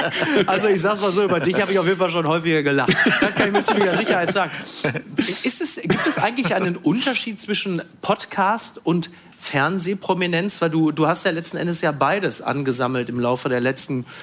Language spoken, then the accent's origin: German; Kassel, Hesse, Germany; ich komme aus Kassel-Brauxel, da sind auch 75.000.